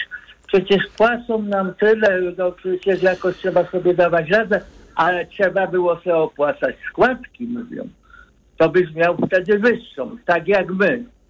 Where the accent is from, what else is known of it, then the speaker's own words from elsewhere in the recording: Katowice, Silesian Voivodeship, Poland; Ponieważ jestem z Katowic, plus środowisko takich dorabiań w ochronie, które ja poznałem, to przede wszystkim górnicy.